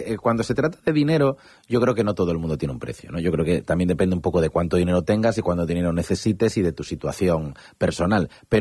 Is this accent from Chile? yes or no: no; Vigo, Galicia, Spain; now in Madrid, Spain; yo soy de Vigo y tengo allí a toda mi familia